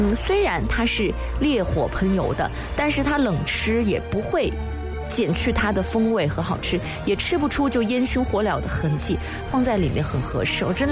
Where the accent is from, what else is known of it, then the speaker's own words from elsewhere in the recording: Guizhou, China; 但在我们的贵州，就是遵义的话，是吃着这个豆花的